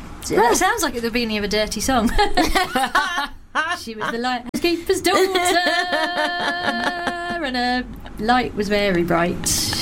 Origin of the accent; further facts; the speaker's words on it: England, United Kingdom; I am like English